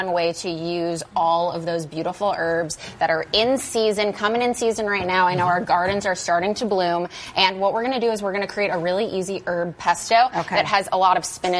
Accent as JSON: {"language": "English", "town": "Chicago", "region": "Illinois", "country": "United States", "tie": "born or raised there", "said": "because I'm from the Midwest and I can't help myself."}